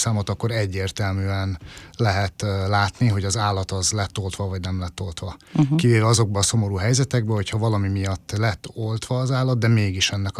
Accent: Paks, Tolna, Hungary; Pakson is születtem, 1978-ban és 22 éve dolgozom állatorvosként Pakson.

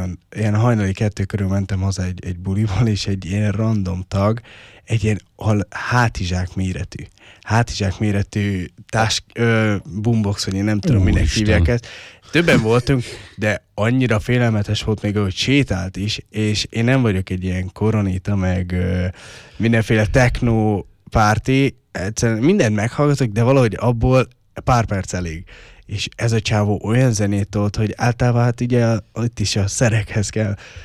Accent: Paks, Tolna, Hungary; ugye paksiak vagyunk

